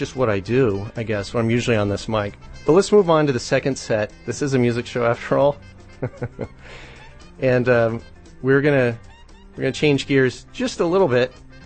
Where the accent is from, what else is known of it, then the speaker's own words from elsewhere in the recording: New Orleans, Louisiana, United States; born there; moved away; I lived several years growing up in New Orleans.